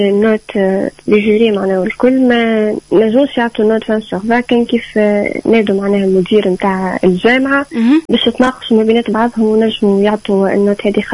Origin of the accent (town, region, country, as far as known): Gafsa, Gafsa Governorate, Tunisia